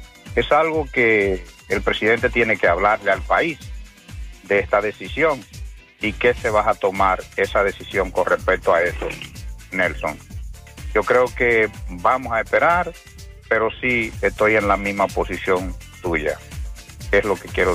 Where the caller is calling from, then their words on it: Moca, Espaillat, Dominican Republic; A mi pueblo mocano … de este lado.